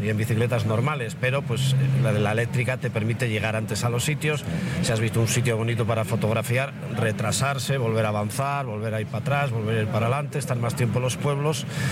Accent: San Sebastián, Basque Country, Spain; de donde yo soy, San Sebastián, Guipúzcoa

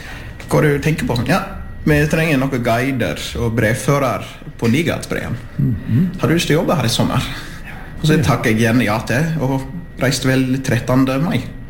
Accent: New Zealand; Norwegian is a second language; now in Norway; jeg var født og vokst opp i New Zealand.

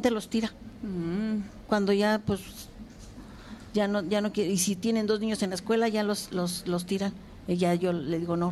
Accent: Ezequiel Montes, Querétaro, Mexico; yo soy del municipio de Ezequiel Montes

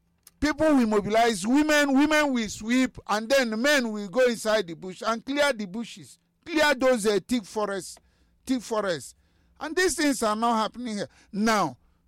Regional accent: Onitsha, Anambra, Nigeria; born there; We are living at Onitsha.

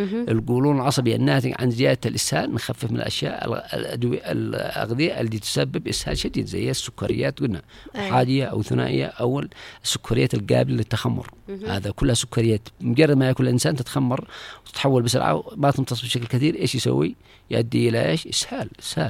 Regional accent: Yemen; عندنا في اليمن

